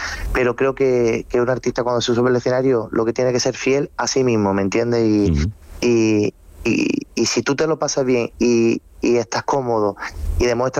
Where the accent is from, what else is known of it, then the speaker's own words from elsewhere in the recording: Córdoba, Andalusia, Spain; Pues mira, vengo de Córdoba, soy de una familia muy reconocida dentro del flamenco en Córdoba, como es